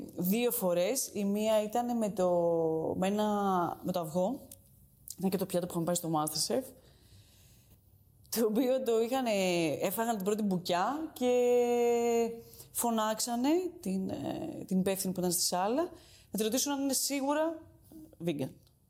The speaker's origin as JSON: {"language": "Greek", "country": "Greece", "also_born_or_lived": "Italy", "said": "Η ελληνική κουζίνα είναι ο τόπος μου, είναι η γεύση μου. Δεν μπορεί να φύγει ποτέ αυτό από πάνω μου, okay. Έτσι μεγάλωσα. Απλά και στην Ιταλία όταν ήμουν εκεί πέρα, ήταν περισσότερο ελληνική"}